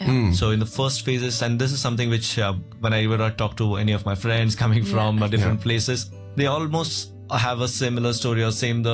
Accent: Pune, Maharashtra, India; moved away as an adult; also born or lived in United States; now in Hong Kong; Yeah, so I'm born and brought up in Pune, India.

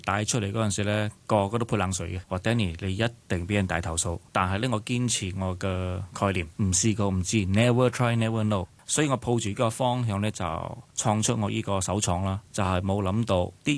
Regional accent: Kuala Lumpur, Malaysia; 没错，我是土生土长在马来西亚吉隆坡，一个很普通的华人家庭。

